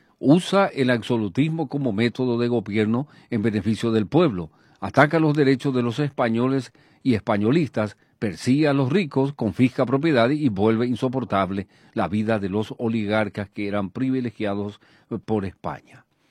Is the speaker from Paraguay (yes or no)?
yes; Paraguay